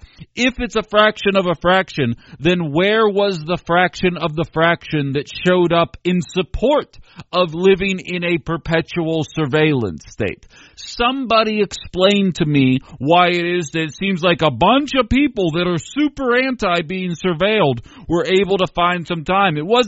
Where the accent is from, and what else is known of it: Pittsburgh, Pennsylvania, United States; born there; moved away